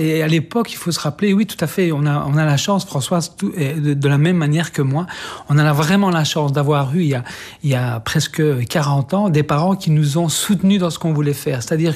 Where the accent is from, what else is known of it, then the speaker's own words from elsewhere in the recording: Liège, Wallonia, Belgium; moved away; à Liège, c'est là où j'ai grandi, c'est là où ma maman a toujours son appartement. Et puis, Liège, c'est évidemment mes racines et j'ai toujours un grand plaisir d'y retourner, j'en ai besoin.